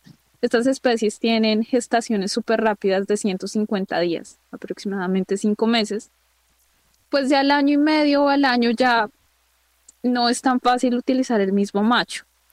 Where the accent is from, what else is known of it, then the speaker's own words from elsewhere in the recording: Colombia; que como colombianos a veces nos cuesta mirar esta parte, ¿sí?